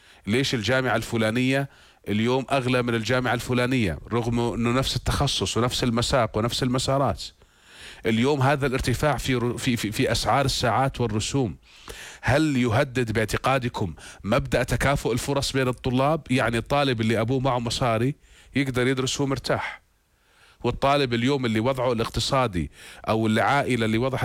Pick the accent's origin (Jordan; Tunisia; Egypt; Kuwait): Jordan; عندنا في الأردن